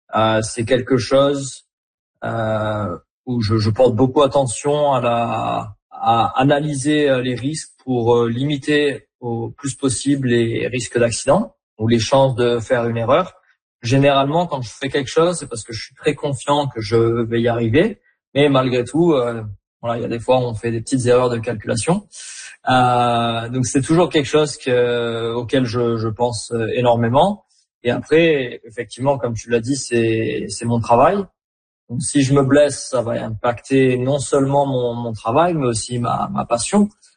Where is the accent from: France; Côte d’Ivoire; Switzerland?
France; now in Whistler, Canada; j'ai quitté la France pour venir au Canada pour réaliser mon rêve qui était de rouler le Whistler Bike Park et découvrir un peu la Colombie-Britannique.